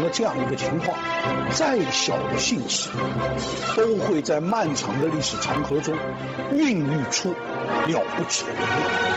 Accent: Shanghai, China; 好像我南方人啊，在我家乡话上海话当中这个字还是念嘎

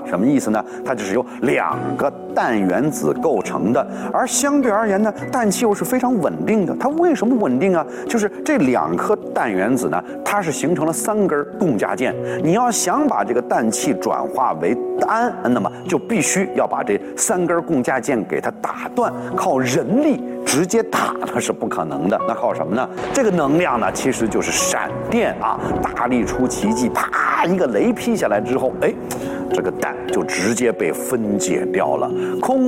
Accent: China; 我们中国人的祖先

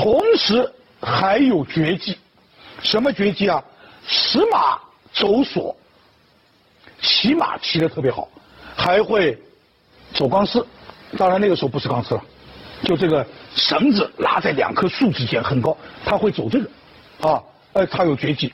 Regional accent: Wuxi, Jiangsu, China; 我的老家无锡有一个非常有名的小吃，王新记小笼包。

